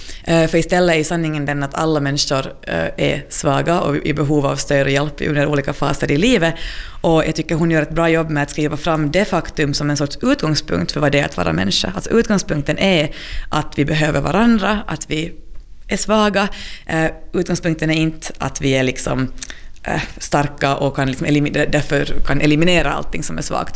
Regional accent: Finland

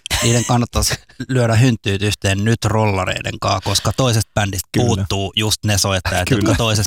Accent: Espoo, Uusimaa, Finland; My Hometown on siis Espoo, koska mä oon syntyperäinen espoolainen ja mä oon asunut Kivenlahdessa ja Kaukolahdessa ja mulla on tosi silleen lämmin suhde Espooseen

